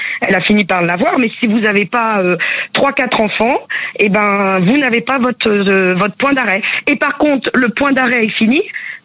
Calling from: Blanzay, Nouvelle-Aquitaine, France; Alors moi je vous appelle de Blantais.

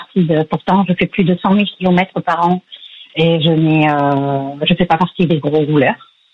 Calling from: Landes, Nouvelle-Aquitaine, France; je vous appelle d'Estivaux.

